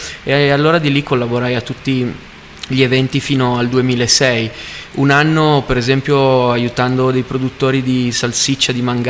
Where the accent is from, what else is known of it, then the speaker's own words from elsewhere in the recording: Bra, Piedmont, Italy; also born or lived in Turin; Io sono nato a Torino, ma ho sempre vissuto a Bra, un centro in provincia di Cuneo di circa 30.000 persone